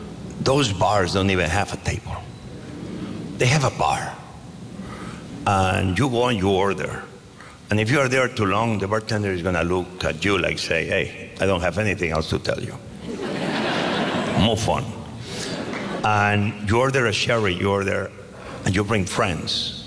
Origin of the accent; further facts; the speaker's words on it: Barcelona, Catalonia, Spain; when I grew up in Barcelona, this is very Catalan. And this is something you see in the farms in Catalonia.